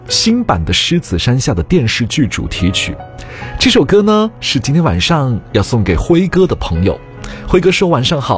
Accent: Shenzhen, Guangdong, China; 作为从小在深圳长大的人

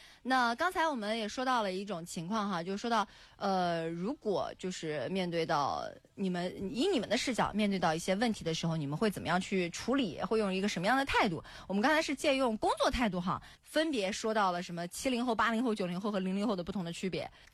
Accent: Bengbu, Anhui, China; 我们不是小县城，我们是皖北中心城市，咱不是县城哈，正儿八经地级市。我们1947年就设市了。

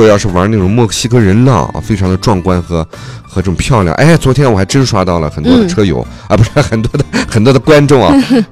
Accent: Xinjiang, China; 咱们新疆人

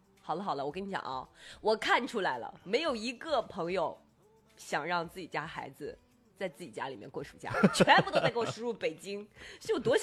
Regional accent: Nanchang, Jiangxi, China; 或者是说，那你比如说啊，你是哪儿的？我就南昌的，

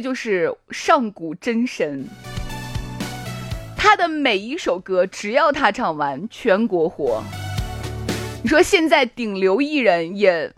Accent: Chang'an County, Shaanxi, China; 我本人作为一个地地道道的长安县的女子，我觉得人家唱的很地道，为 … 能唱这首歌表示感谢，我作为一个陕西人特别的骄傲

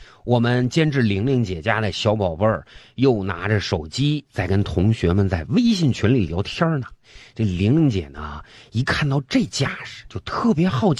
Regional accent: Northeast China, China; 作为一个东北人，我的人生信条一直都是，脑袋掉了碗大了吧，20年以后老子又是一条好僵尸。

